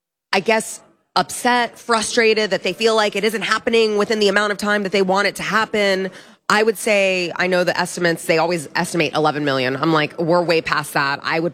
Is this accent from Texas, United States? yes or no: yes; Texas, United States; I've done a lot of work exposing H-1B visa abuse and fraud in my home state of Texas.